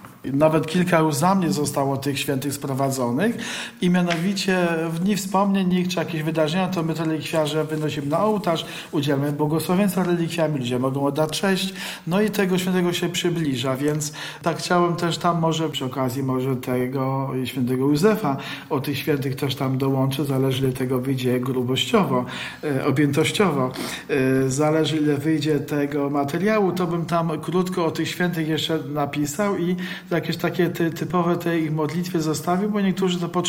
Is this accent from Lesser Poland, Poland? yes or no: yes; Tarnów, Lesser Poland, Poland; bo akurat pochodzę z Tarnowa, z parafii katedralnej.